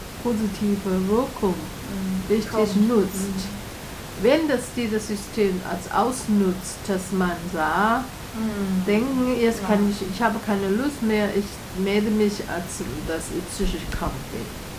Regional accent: Taiwan; German is a second language; moved away; ich komme aus Taiwan

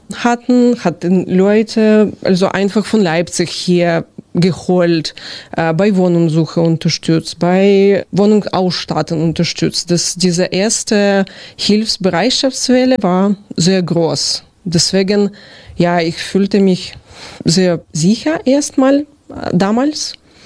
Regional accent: Kyiv, Ukraine; German is a second language; now in Zeitz, Germany; weil ich komme aus Großstadt, aus dem Hauptstadt Kiew, aber ich bin trotzdem gewöhnt zu diesen kurzen Wege

